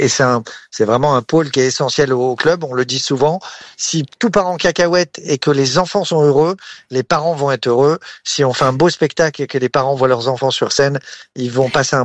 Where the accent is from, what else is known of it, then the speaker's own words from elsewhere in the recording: Grand Est, France; Moi, j'ai grandi en HLM dans l'Est de la France, j'étais jamais parti en vacances